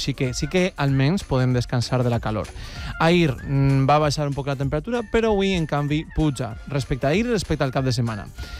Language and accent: Catalan; Casas Bajas, Valencian Community, Spain; al meu poble, a Casas Bajas